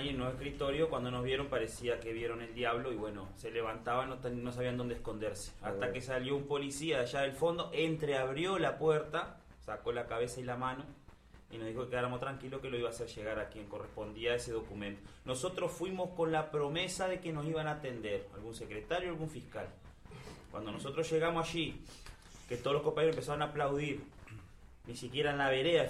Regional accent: Uruguay

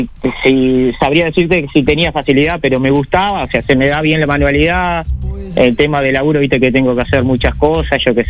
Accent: San Carlos, Maldonado, Uruguay; now in José Ignacio, Uruguay; Soy de San Carlos de Maldonado, pero ahora por temas laborales, hace 4 años y medio que estamos en José Ignacio.

